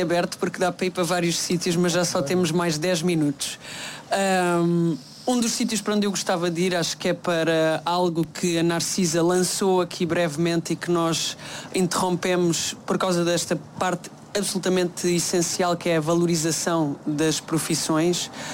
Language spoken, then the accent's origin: Portuguese; Alentejo, Portugal; Portanto, eu sou do Alentejo, do Baixo Alentejo.